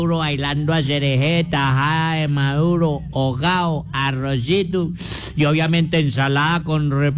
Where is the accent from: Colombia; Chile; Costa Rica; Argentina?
Colombia; yo soy más colombiano que una taza de aguapanela caliente con quesito adentro del migajao chiquito.